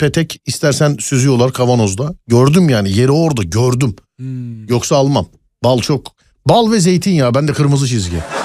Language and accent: Turkish; Istanbul, Turkey; bir İstanbullu olarak her şeyi yerinde biliyoruz